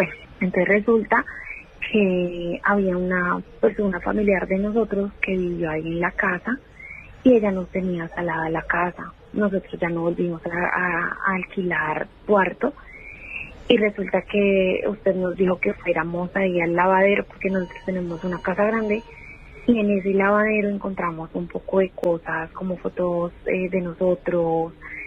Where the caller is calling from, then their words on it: Bogotá, Bogotá Capital District, Colombia; Lo estoy llamando desde el barrio Villaluz, en Bogotá.